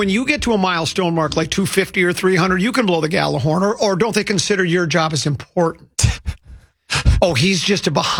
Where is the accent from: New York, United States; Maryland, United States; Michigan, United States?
Michigan, United States; Detroit; born there; I was born in Detroit. Tough guy town.